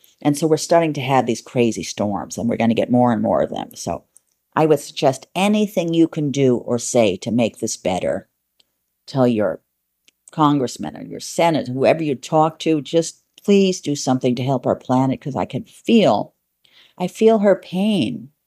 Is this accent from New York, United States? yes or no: yes; New York, United States; I'm a New Yorker